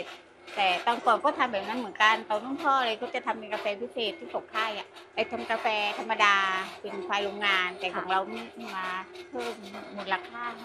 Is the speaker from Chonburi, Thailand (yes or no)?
no; Surat Thani, Thailand; now in Ranong, Thailand; เป็นคนสุราษฎร